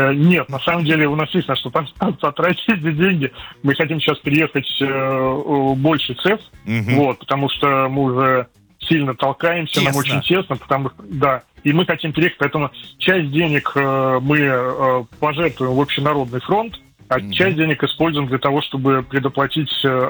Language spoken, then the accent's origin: Russian; Saratov, Saratov Oblast, Russia; Я из Саратова.